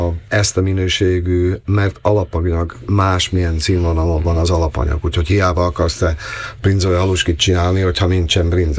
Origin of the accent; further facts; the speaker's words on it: Slovakia; De én szlovák is vagyok, tőle apukám a szlovák volt, anyukám magyar, így mind a két én barátság alap megvan bennem.